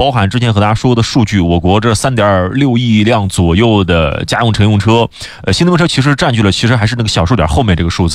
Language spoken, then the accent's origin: Chinese; China